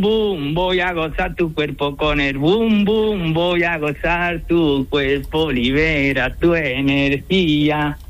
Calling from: Córdoba, Andalusia, Spain; Pues de Córdoba capital.

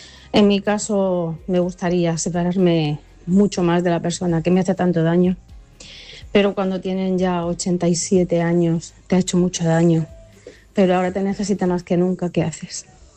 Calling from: Fuenlabrada, Community of Madrid, Spain; de Fuenlabrada.

